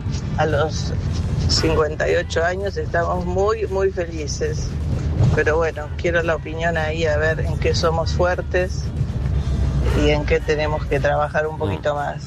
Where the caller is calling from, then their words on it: San Fernando, Argentina; de San Fernando.